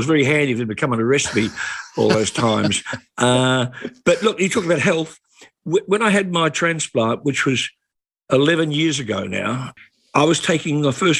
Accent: New Zealand; moved away; I left school at 15 and got a job on a newspaper, the oldest daily newspaper in New Zealand called the Taranaki Herald.

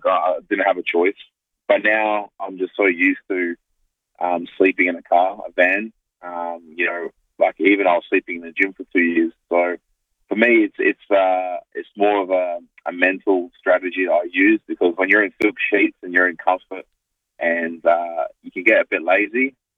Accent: North Haven, South Australia, Australia; also born or lived in Two Wells / Taparoo; now in Auckland, New Zealand; I grew up in North Haven and also Two Wells. Originally, when we first came to Adelaide, I was in Taparoo, and then we moved in with my grandparents in North Haven.

